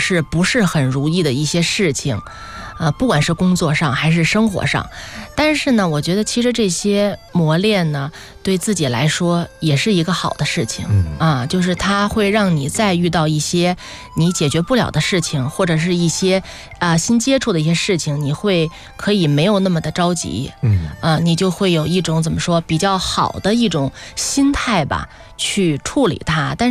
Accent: Chengde, Hebei, China; 因为我老家河北承德

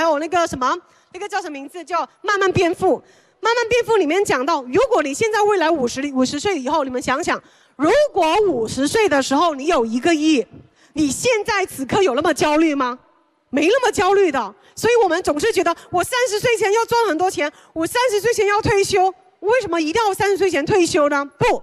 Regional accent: China; moved away; also born or lived in New York; 我是中国人啊，

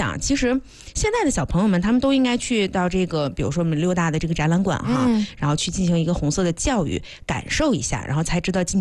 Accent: China; 嗨，我是中国人。

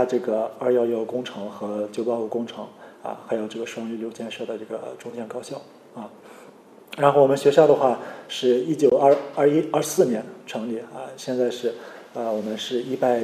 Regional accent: Kashgar, Xinjiang, China; moved away as an adult; 我是新疆本地人，我是新疆喀什。

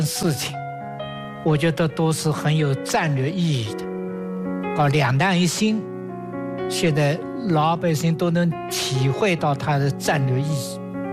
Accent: Suzhou, Jiangsu, China; moved away; 我在小时候，我老家苏州

